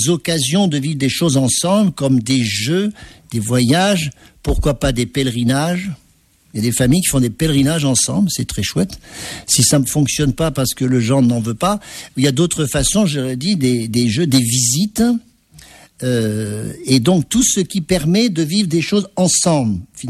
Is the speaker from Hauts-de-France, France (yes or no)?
no; Auvergne-Rhône-Alpes, France